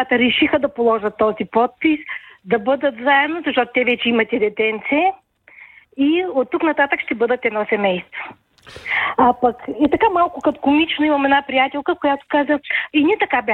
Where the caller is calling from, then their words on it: Varna, Varna Province, Bulgaria; съм от Варна.